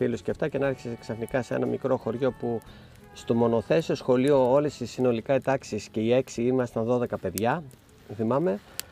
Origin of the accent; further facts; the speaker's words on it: Megalo Chorio, Central Greece, Greece; born there; also born or lived in Athens; Έχω μεγαλώσει, ναι, εδώ στο μεγάλο χωριό από 10 χρονών και μετά. Η αλήθεια είναι δεν γεννήθηκα εδώ, ήμουνα στην Αθήνα. Οι δικοί μου επιστρέψαν επειδή ήταν από εδώ η καταγωγή τους.